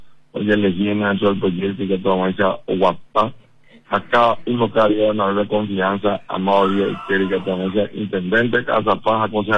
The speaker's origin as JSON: {"language": "Spanish", "country": "Cuba", "said": "A ya yo soy cubana"}